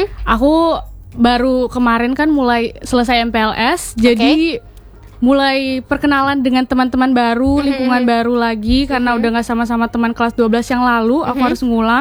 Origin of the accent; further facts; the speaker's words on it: Kendari, Southeast Sulawesi, Indonesia; aku tumbuh dan besar di Kendari, Sulawesi Tenggara